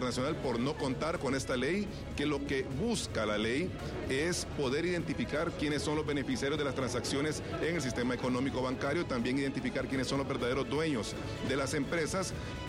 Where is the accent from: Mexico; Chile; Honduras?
Honduras; era imperativo que lo viéramos nosotros como los hondureños.